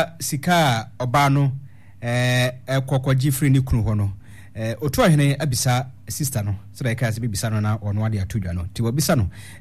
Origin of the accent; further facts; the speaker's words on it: South Africa; You, I'm from South Africa.